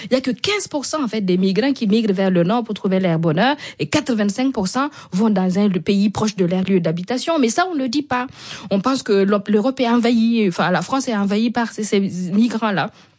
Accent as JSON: {"language": "French", "country": "Burkina Faso", "said": "notamment chez moi au Burkina, ils ont établi des bons pour retenir les flux financiers de la diaspora."}